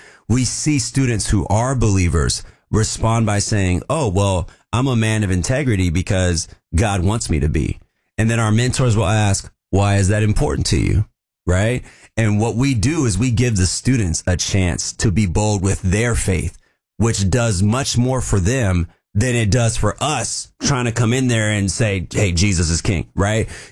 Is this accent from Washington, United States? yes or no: yes; Vancouver, Washington, United States; So I grew up in Vancouver, Washington.